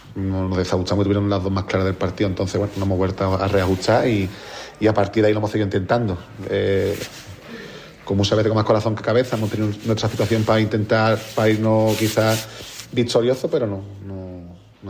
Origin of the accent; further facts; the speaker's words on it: Jerez de la Frontera, Andalusia, Spain; me he sentido querido aquí en mi club, en mi tierra